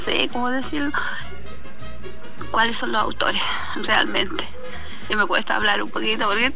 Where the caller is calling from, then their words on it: Graneros, O'Higgins, Chile; de Granero.